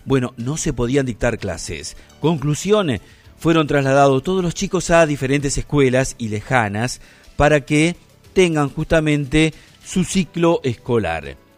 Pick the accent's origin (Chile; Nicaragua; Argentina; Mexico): Argentina; Somos argentinos